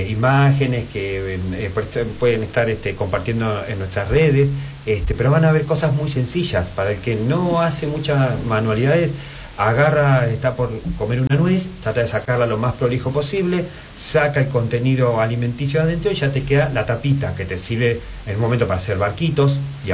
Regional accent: Patagonia, Argentina

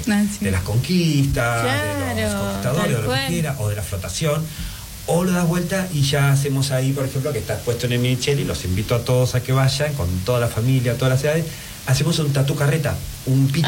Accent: Patagonia, Argentina; Miren que yo soy muy patagónico y diseñé muchos juguetes, decenas de juguetes para dentro de la casa.

